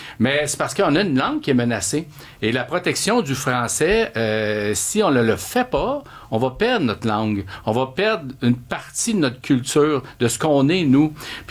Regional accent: Brossard, Quebec, Canada; born there; also born or lived in Montreal; now in Saint-Constant, Canada; J'ai été élevé à Montréal, l'est de Montréal, puis après, je suis allé rester à partir de 6 ans à Brossard, puis après, je suis allé dans mon comté à Saint-Constant à partir de 19 ans.

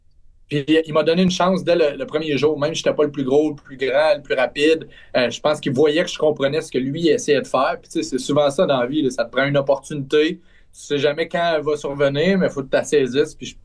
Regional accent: Trois-Rivières, Quebec, Canada; moi, tu sais, je viens de Trois-Rivières, ma

